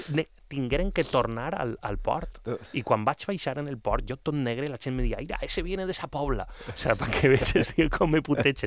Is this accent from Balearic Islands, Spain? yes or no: yes; Mallorca, Balearic Islands, Spain; nosaltres, essència mallorquina en presència